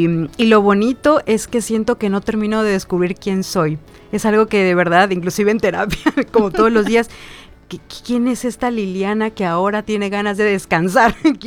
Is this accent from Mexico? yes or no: yes; Cancún, Quintana Roo, Mexico; moved away as an adult; now in Mérida, Mexico; Yo soy originaria de Cancún y migro a Mérida en el 2010.